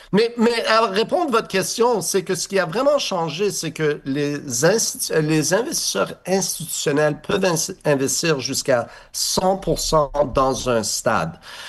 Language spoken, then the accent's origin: French; Montreal, Quebec, Canada; le fait que moi, je suis Montréalais, je suis Québécois, je suis ici, je suis bilingue, comme on dit